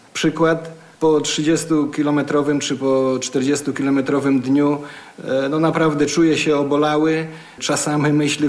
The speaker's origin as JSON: {"language": "Polish", "town": "Ciechanów", "region": "Masovian Voivodeship", "country": "Poland", "said": "Pochodzę z Ciechanowa i tam mieszkam, to można powiedzieć, że święty Stanisław to taki mój ziomek, bo praktycznie niecałe 20 km od mojej miejscowości jest Rostkowo."}